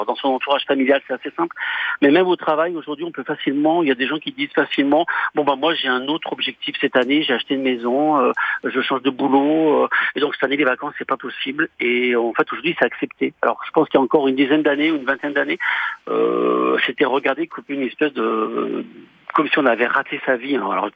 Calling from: Lyon, Auvergne-Rhône-Alpes, France; J'appelle de Lyon.

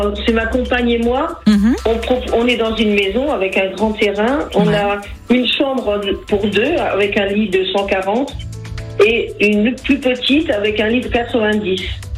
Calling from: Berson, Nouvelle-Aquitaine, France; nous, on se situe au nord de Gironde, près de Blaye, à Berson. C'est la commune de Berson.

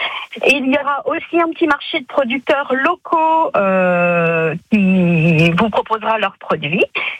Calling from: Liernais, Bourgogne-Franche-Comté, France; Liernais.

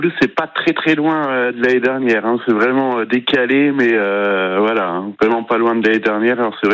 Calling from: Tavernes, Provence-Alpes-Côte d'Azur, France; Moi, je suis sur Taverne.

